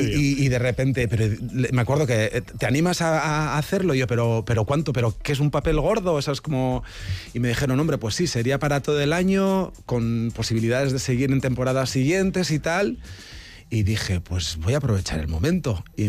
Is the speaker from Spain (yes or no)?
yes; Spain; first language Basque; Spanish is a second language; al final mi lengua materna es el euskera